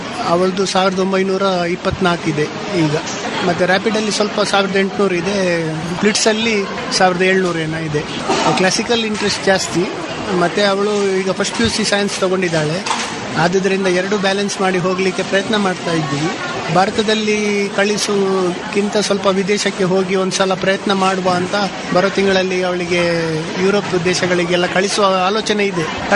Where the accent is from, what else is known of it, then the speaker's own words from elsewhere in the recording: Mangalore, Karnataka, India; ನಾನು ಮಂಗಳೂರಿಂದ ಬಂದಿದ್ದೀನಿ.